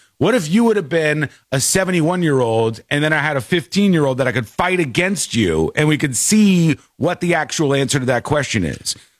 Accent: Connecticut, United States; In 1978 or so, me and my little sister got to meet William Shatner when he was filming in my hometown in Connecticut.

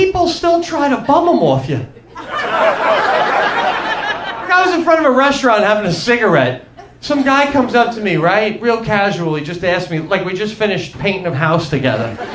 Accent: New York, United States; accent: New York; I got a New York one, though, so bear with me. I try not to swear too much, but I'm Italian from New York.

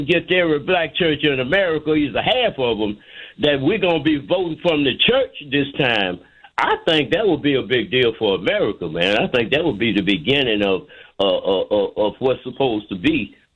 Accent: Mississippi, United States; I grew up in Mississippi and was born in 1945

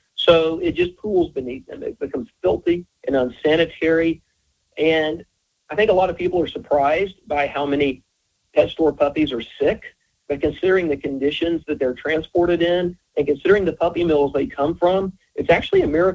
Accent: Tennessee, United States; born or raised there

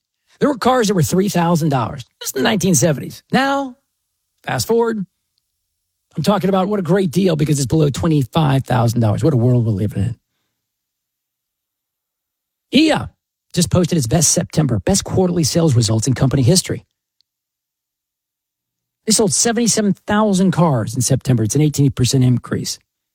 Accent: Dallas, Texas, United States; born or raised there

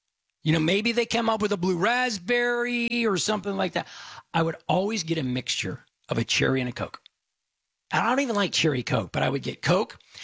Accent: Dallas, Texas, United States; And I remember, again, growing up in Dallas, and Houston didn't have 7-Elevens, maybe at least not back in the day.

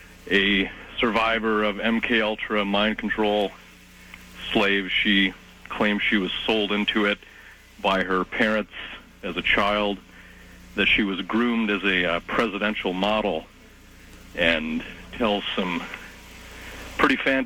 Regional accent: Atlanta, Georgia, United States; I'm from Atlanta.

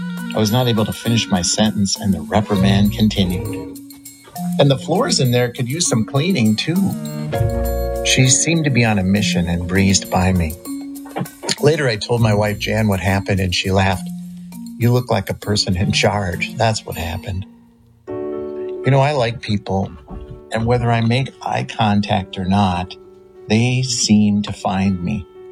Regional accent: St. Paul, Minnesota, United States; No, I'm from the Twin Cities in St. Paul.

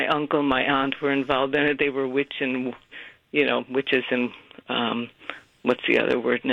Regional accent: Philadelphia, Pennsylvania, United States; now in Arlington, United States; We grew up in the Philadelphia area

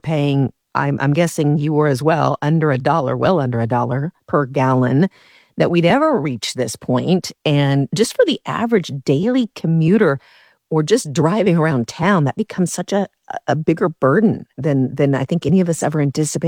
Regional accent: Kansas, United States; My family, we're from Kansas, so big Chiefs fans still to this day.

